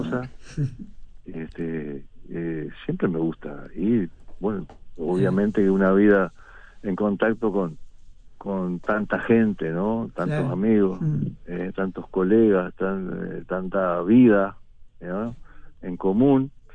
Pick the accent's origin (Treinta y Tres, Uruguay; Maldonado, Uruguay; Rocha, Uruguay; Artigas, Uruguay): Rocha, Uruguay; born there; also born or lived in Montevideo; Nunca me fui de acá, ahora lo más lejos que me fui de mi pueblo fue a La Paloma, a 8 kilómetros. Y ahí estoy hace 25 años.